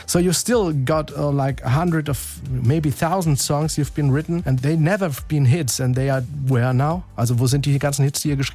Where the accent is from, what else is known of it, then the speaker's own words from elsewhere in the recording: Speyer, Rhineland-Palatinate, Germany; Ich habe sie selbst schon live erleben dürfen hier in Deutschland, in Speyer, in meiner Heimatstadt